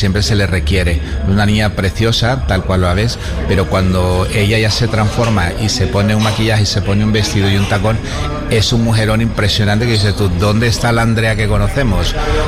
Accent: Mexico; moved away; Yo soy mexicano. Entonces he traído mi cultura

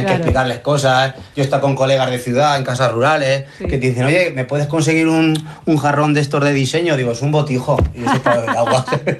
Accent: La Roda, Castilla-La Mancha, Spain; Con los de Ciudad Real, bien, hombre, somos paisanos, castellanos manchegos

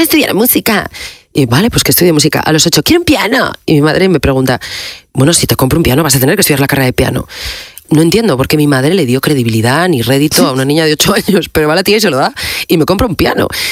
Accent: Salas, Asturias, Spain; Mi pueblo mola un montón, pero hace 40 años era una cosa, a ver, muy chiquitilla. O sea, quiero decir, yo a los chavales se lo cuento o en las entrevistas lo hablo. Asturias, hace 40 años

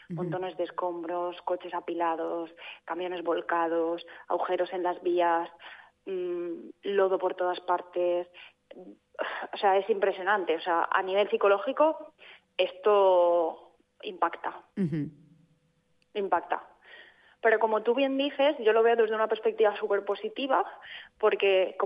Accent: Pedralba, Valencian Community, Spain; moved away; el domingo 10 llegué a Pedralba, que como te digo es mi pueblo

